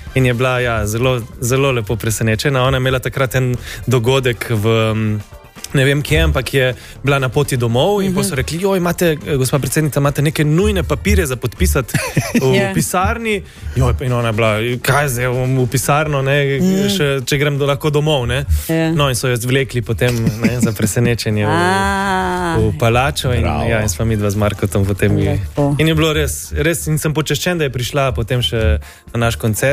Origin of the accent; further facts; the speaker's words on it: Slovene Littoral, Slovenia; jaz kot Primorec